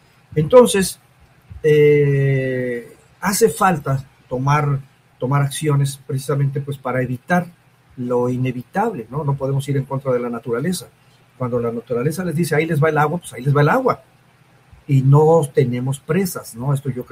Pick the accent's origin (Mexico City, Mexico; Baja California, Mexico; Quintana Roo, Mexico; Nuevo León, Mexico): Mexico City, Mexico; moved away; mucho de mi vida la pasé donde soy originario, de la Ciudad de México, y ahí los temblores son cotidianos